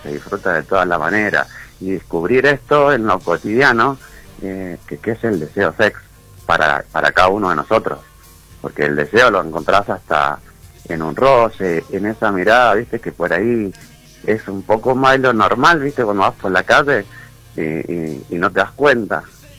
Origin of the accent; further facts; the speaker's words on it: Mendoza, Argentina; somos mendocinos, tenemos mucho talento